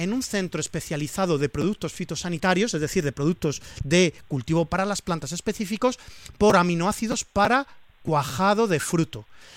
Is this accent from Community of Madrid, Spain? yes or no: no; Valencian Community, Spain